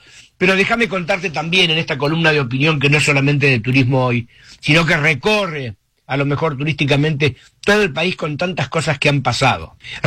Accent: Argentina

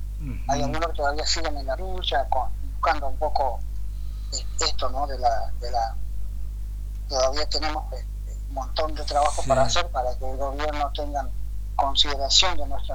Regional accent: Tostado, Santa Fe, Argentina; also born or lived in Río Negro; estuve hasta el 2007 y ahí volví para Tostado.

